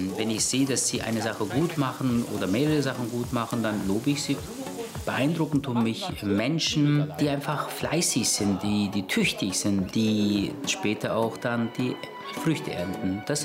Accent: Eastern Anatolia, Turkey; Meine Mutter macht das zum Beispiel in Ostanatolien, im Pagoda, wo ich geboren bin und auch aufgewachsen bin.

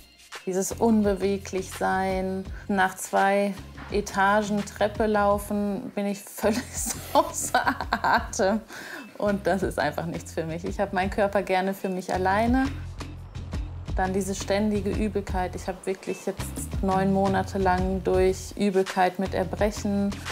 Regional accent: Schlangen, North Rhine-Westphalia, Germany; also born or lived in Paderborn; now in Offenbach, Germany; bin 37, gebürtig komme ich aus Paderborn. Aufgewachsen bin ich in Schlangen, in einem kleinen Dorf.

